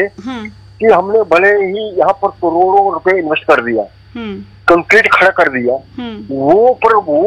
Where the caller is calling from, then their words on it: Dharamshala, Himachal Pradesh, India; हमारा ये गांव है छोटा सा, ये धर्मशाला नहीं है, अपना स्टेडियम के पास ही है।